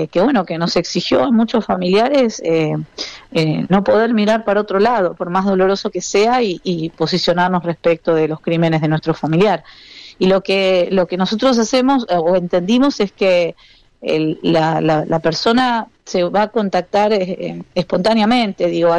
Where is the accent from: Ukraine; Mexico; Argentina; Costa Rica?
Argentina